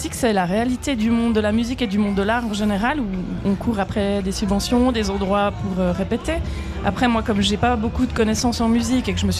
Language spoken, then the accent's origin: French; La Chaux-de-Fonds, Neuchâtel, Switzerland; Pas des masses, non. Je suis du Chaux-de-Fonds.